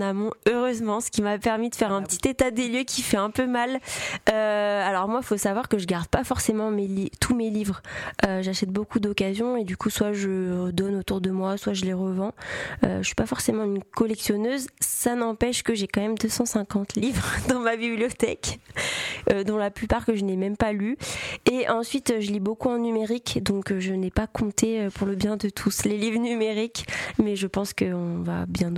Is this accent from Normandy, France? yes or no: yes; Normandy, France; also born or lived in Paris / Le Mans / Madrid / Croatia; je suis normande, mais comme je l'ai dit tout à l'heure, je suis nouvellement arrivée en Normandie, puisque j'ai vécu un peu partout en vrai. J'ai vécu un peu à Paris, un peu au Mans, un peu à Madrid, un peu en Croatie et à Nice